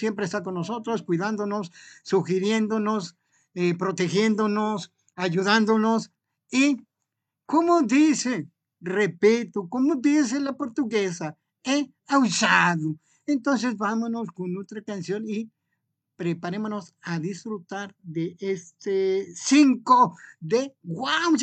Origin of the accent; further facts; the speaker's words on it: Mexico; Yo en lo particular me siento orgullosamente mexicano, punto. ¿Eso qué quiere decir? Que me siento muy orgulloso de todo mi país, del norte a sur.